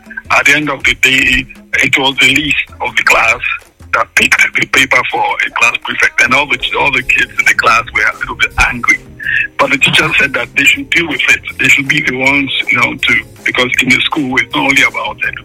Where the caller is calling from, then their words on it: Port Harcourt, Rivers, Nigeria; From Ada George